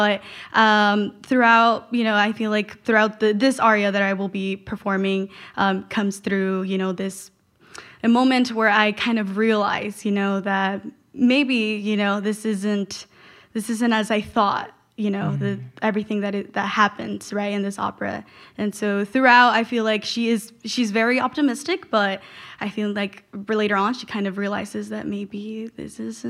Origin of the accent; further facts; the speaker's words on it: Salem, Oregon, United States; also born or lived in Portland; Yes, I was born in Portland, raised in Salem, and now I'm back in Portland